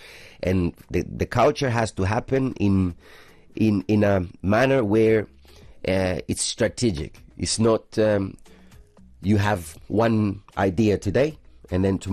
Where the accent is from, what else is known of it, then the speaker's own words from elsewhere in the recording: Tanzania; So I remember growing up in Tanzania.